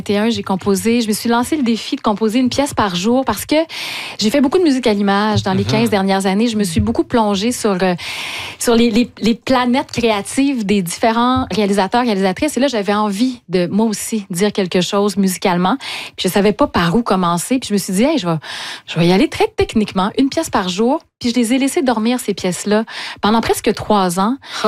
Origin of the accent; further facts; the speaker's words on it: Quebec, Canada; moved away; ce lieu-là d'où je viens, qui est la Gaspésie, que j'ai quitté, mais que j'ai comme requitté une deuxième fois quand la maison familiale a été vendue.